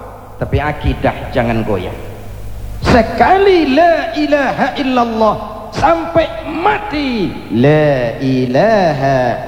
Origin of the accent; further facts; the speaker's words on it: Jakarta, Indonesia; Di kampung saya di Jakarta, di Turen